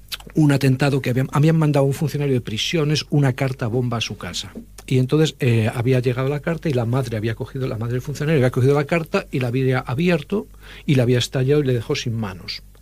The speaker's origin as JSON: {"language": "Spanish", "country": "Spain", "said": "nosotros, como españoles blancos"}